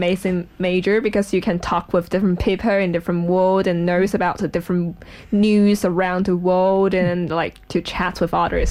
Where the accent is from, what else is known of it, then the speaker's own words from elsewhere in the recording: China; English is a second language; I'm originally from China, and right now we are international student